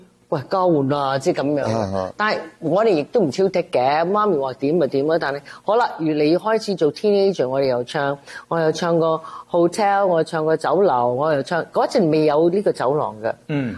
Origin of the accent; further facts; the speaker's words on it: China; 以前我哋中國人已經好有品味，識會聘請外國嘅樂師啊、歌手啊嚟香港表演